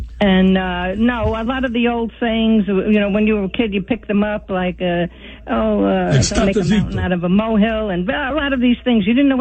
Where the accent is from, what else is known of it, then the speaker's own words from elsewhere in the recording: New York City, New York, United States; Well, I grew up in Brooklyn, New York.